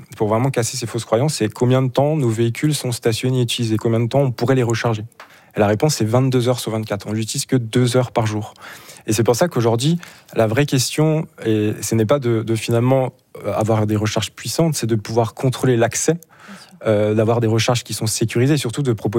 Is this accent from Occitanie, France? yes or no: no; Grand Est, France; now in Strasbourg, France; Et je suis monté à Strasbourg parce qu'à la base, je suis d'Alsace